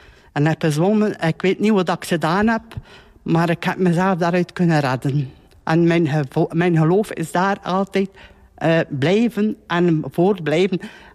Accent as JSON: {"language": "Dutch", "town": "Moorslede", "region": "Flanders", "country": "Belgium", "tie": "born or raised there", "said": "Ik ben hier geboren in Moorsleden en die vroeger het rusthuis is in Moorsleden. En dat was niet zoveel vroeger in de jaren. Ik ben in 59 geboren"}